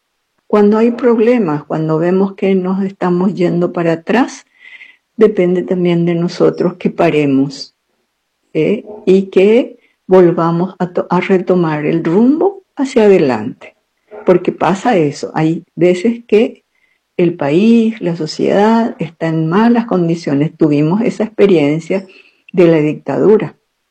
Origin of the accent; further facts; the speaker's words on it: Paraguay; Y el otro elemento muy importante como paraguayos que tenemos no es solamente el miedo y la desconfianza, sino también las dos lenguas que tenemos. Somos bilingües, ¿verdad?